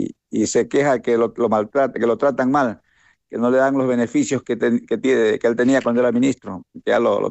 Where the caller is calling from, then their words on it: Manta, Manabí, Ecuador; como decimos en mi tierra, rayando el día